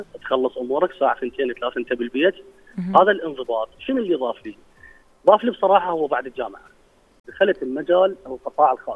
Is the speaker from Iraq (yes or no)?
yes; Iraq; احنا عراقيين